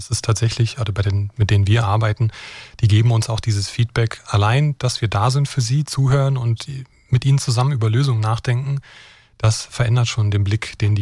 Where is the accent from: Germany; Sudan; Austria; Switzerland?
Germany; Brandenburg; Ich muss dazu sagen, ich bin in Brandenburg geboren und aufgewachsen